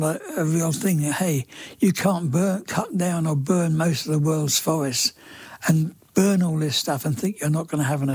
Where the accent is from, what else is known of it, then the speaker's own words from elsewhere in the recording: England, United Kingdom; moved away; I come from England originally